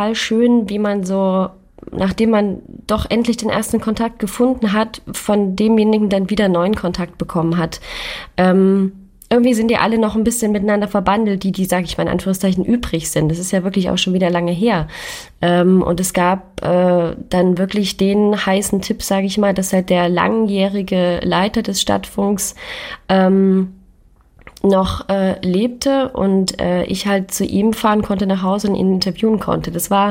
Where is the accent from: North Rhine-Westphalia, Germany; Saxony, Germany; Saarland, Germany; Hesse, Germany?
Saxony, Germany; Leipzig; Also ich bin in Leipzig aufgewachsen, das ist richtig.